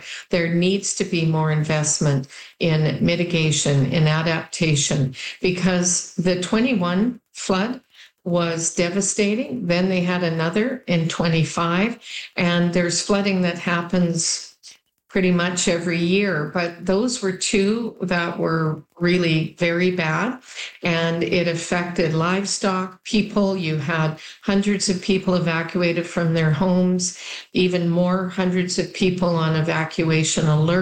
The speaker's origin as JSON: {"language": "English", "town": "Nanaimo", "region": "British Columbia", "country": "Canada", "tie": "born or raised there", "also_born_or_lived": "Ladysmith", "moved": "yes", "said": "I grew up in Ladysmith and Nanaimo on Vancouver Island. Very similar backgrounds, forestry industry, small businesses, things like that."}